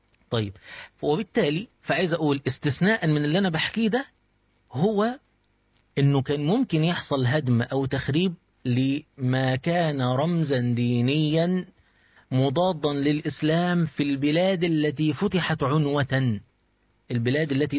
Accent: Egypt; انت اصلا لما بتقعد مع، يعني انا دلوقتي مصري، لو صاحبت شوية سوريين ولا شوية فلسطينيين، بعد شوية تدخل الى الفاظي، الفاظا من لهجتهم الخاصة

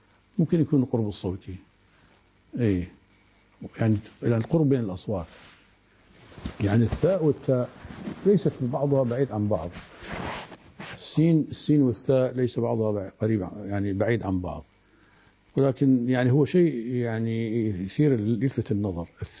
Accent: Iraq; عندنا في العراق القاف يصير جا، يعني هاي يسميها عادات لهجية ليس لثغة

